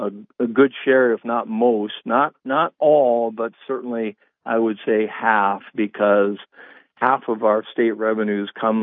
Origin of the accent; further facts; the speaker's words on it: Tioga, North Dakota, United States; My hometown of Tioga, I mean, has three or four brand new facilities